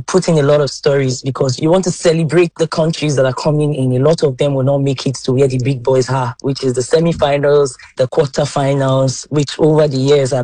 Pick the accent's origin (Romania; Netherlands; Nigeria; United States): Nigeria; southern Nigeria; I'm from the South.